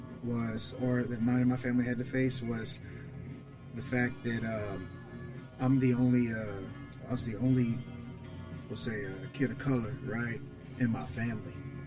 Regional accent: Mississippi, United States; moved away; also born or lived in Virginia; So I was born in Virginia, but I guess we left there when I was a real little kid, like probably like two, maybe. I had a lot of my childhood raised in Mississippi

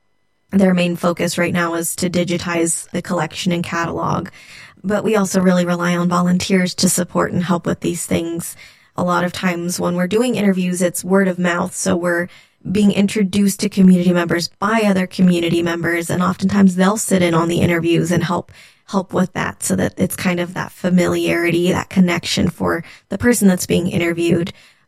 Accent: Modesto, California, United States; also born or lived in Irvine, California; Yeah, so I grew up here in Modesto

